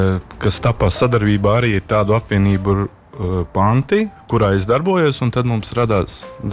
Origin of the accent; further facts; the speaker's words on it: Alūksne, Alūksne Municipality, Latvia; born there; now in Salaspils, Latvia; Pats esmu dzimis Alūksnē